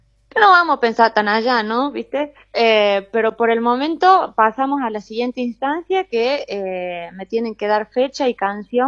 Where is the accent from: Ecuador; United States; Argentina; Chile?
Argentina; Olta, La Rioja; yo no soy de La Rioja, yo no soy de la capital, yo soy de Olta, yo soy del interior.